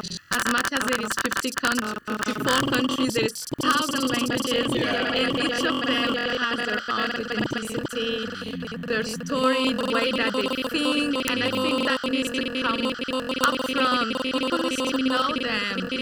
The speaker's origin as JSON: {"language": "English", "country": "Niger", "tie": "born or raised there", "said": "I grew up in Niger"}